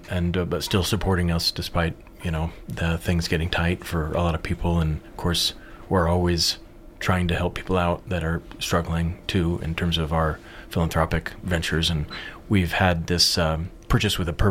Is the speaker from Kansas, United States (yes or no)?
yes; Topeka, Kansas, United States; now in Columbia, United States; I'm from Kansas originally, Topeka, Kansas.